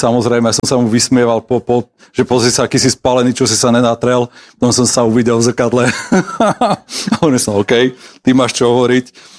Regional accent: Liptovský Hrádok, Žilina Region, Slovakia; moved away as an adult; now in Bratislava, Slovakia; keď som ako študent prišiel do Bratislavy na začiatku statier z Vašca, keď som z Liptovského hradku, tam som chodil na Gimpel, keď som sem prichádzal prvýkrát

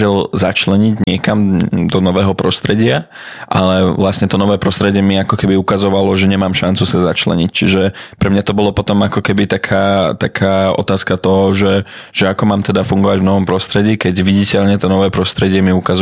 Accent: Bratislava, Bratislava Region, Slovakia; Som Bratislavčan, žijúci v Petržalke, som po novom už pracujúci, čiže nedávno som skončil vysokú školu a som ženatý.

